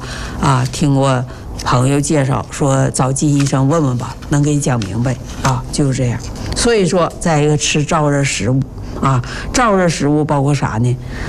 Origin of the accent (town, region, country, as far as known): China